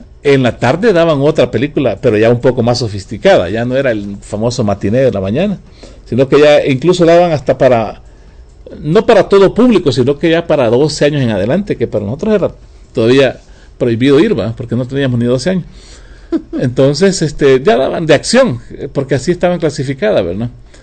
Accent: Tiquisate, Escuintla, Guatemala; hablo de Tiquizaya, ¿verdad? Porque yo allá me crié

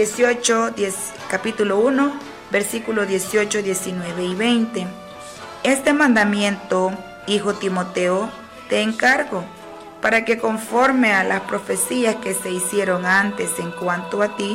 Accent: El Salvador; nuestro municipio, de nuestro país, El Salvador.

